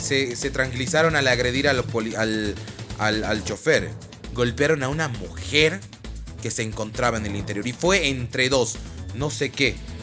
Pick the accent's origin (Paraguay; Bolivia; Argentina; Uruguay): Bolivia; yo como ciudadano boliviano lloro.